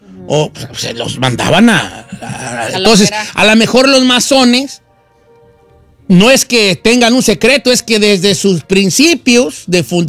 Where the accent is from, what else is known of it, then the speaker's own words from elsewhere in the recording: Mexico; O sea, no como los mexicanos que somos, pues, de muchos, de los nahuas y mayas y zapotecas y mixtecas